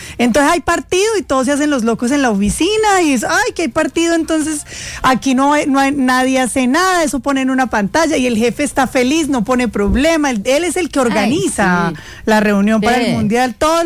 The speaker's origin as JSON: {"language": "Spanish", "country": "Colombia", "said": "nosotros continuamos celebrando porque somos colombianos."}